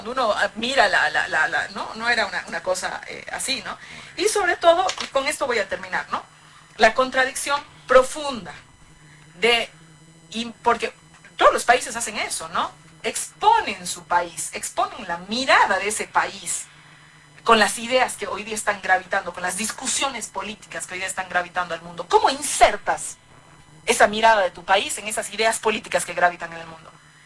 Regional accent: Bolivia

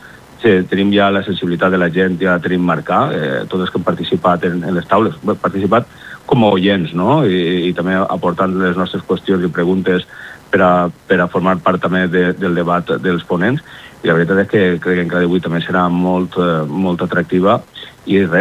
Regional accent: Xeraco, Valencian Community, Spain; tots som de Xeraco

